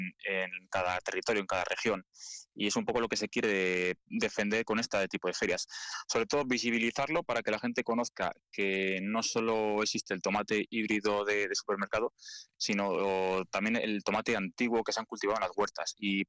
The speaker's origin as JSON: {"language": "Spanish", "town": "Villalcázar de Sirga", "region": "Castile and León", "country": "Spain", "tie": "born or raised there", "said": "tengo 28 años y bueno, mi pueblo es Villalcázar de Sirga, que está en Tierra de Campos de Palencia."}